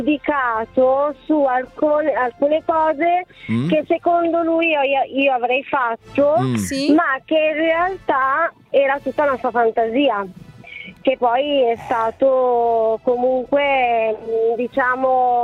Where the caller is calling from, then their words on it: Muggiò, Lombardy, Italy; mi chiamo da Muggio